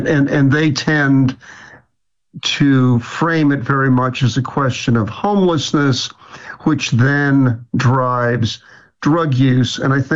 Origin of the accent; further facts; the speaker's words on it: New York City, New York, United States; born or raised there